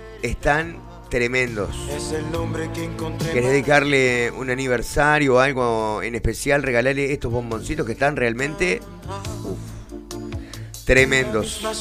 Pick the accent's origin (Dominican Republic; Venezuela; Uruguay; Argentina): Uruguay; Paysandú; Soy de Paysandú, como ustedes saben.